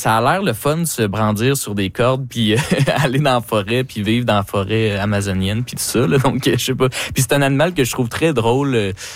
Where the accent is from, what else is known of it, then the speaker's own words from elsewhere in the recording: Saint-Jérôme, Quebec, Canada; moi, je viens de Saint-Jérôme, puis eux aussi.